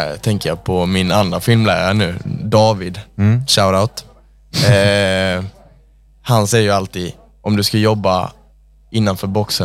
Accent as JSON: {"language": "Swedish", "region": "Skåne", "country": "Sweden", "said": "Jag blir också tillsagd att jag inte kommer från Malmö."}